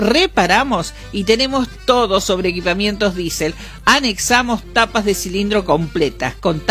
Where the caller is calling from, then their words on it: La Paz, Entre Ríos, Argentina; Buen día, muy bueno el programa, los escucho todos los domingos. … de La Paz.